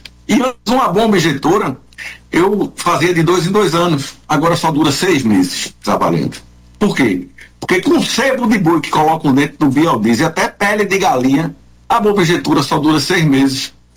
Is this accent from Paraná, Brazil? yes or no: no; Pernambuco, Brazil; na minha cidade, na minha terra, que essa escola ia vir para Pernambuco